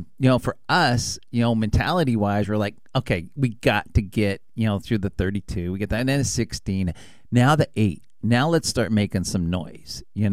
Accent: United States

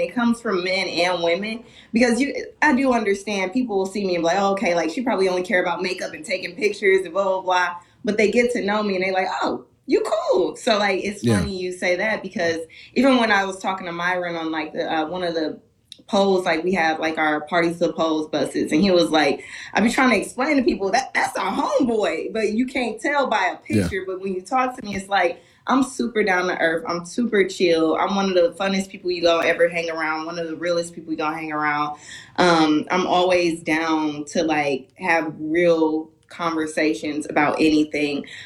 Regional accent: Milwaukee, Wisconsin, United States; Milwaukee's home. All of my family and friends are still there. I'm back and forth. So, yeah, man. I'm from Milwaukee through and through.

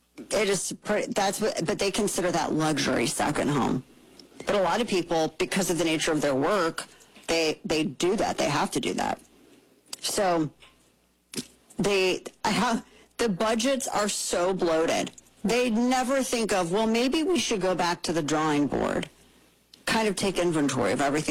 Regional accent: Ozark, United States; but I'm from Ozark.

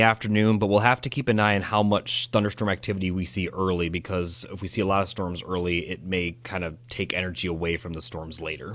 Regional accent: Chicago, Illinois, United States; now in Madison, United States; I'm from the Chicagoland area, so I am a Chicago sports fan

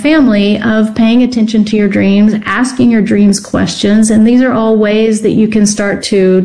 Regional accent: Texas, United States; I grew up in Texas and found it.

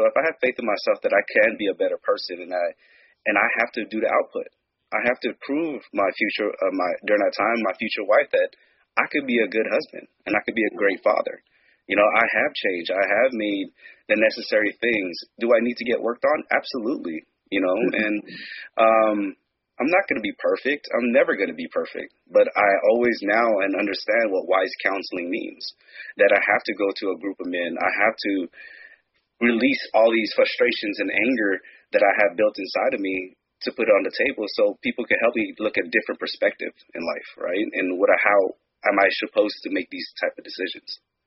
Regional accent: Long Beach, California, United States; Throughout my years, I was a product of my environment, growing up in California, Long Beach, California.

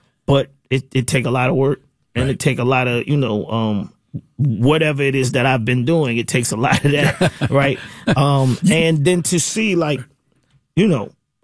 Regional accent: College Park, Georgia, United States; I'm from College Park.

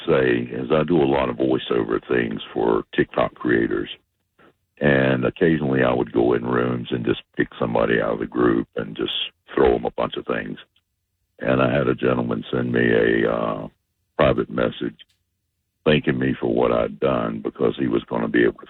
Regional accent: North Carolina, United States; now in New Jersey, United States; I'm actually from North Carolina, and I did the dumb thing and moved to Jersey.

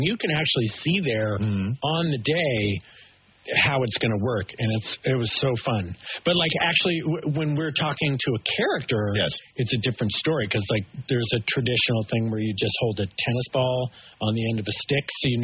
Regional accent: Oakland, California, United States; born there; I was born in Oakland.

